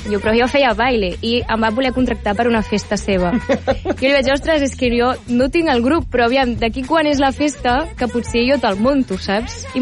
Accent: La Garriga, Catalonia, Spain; soc de la Garriga i allà hi ha molta tradició rumbera, no?

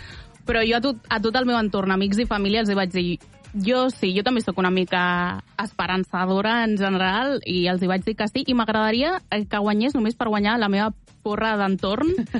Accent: Catalonia, Spain; com a catalana dir això d'Espanya i tal, a vegades em costa una mica

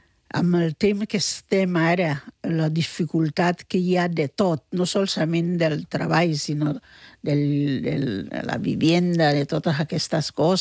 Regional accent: Barcelona, Catalonia, Spain; born there; Jo d'aquí vaig nascut a l'Hospital de Sant Pau.

